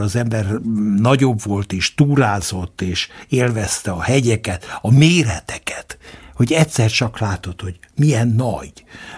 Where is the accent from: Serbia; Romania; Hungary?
Romania; én kicsit északabbról származom, Nagybánya és Nagykároly.